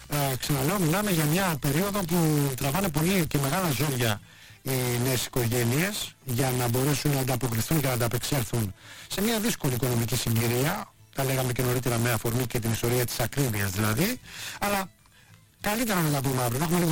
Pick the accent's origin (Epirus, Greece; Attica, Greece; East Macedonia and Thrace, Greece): Attica, Greece; Rafina; εκεί στην πατρίδα μου, στο λιμάνι της Τραφίνας